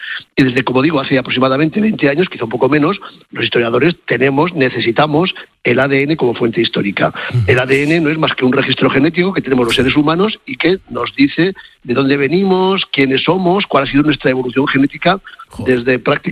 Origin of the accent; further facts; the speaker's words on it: Spain; ya tenemos una secuencia y sabemos quiénes somos los españoles. sabemos de dónde venimos.